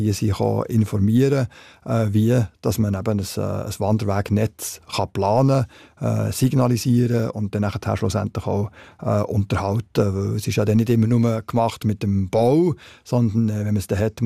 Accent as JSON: {"language": "German", "country": "Switzerland", "said": "Und bei uns in der Schweiz geht es, mit Ausnahme vom Gipfel, geht es immer weiter"}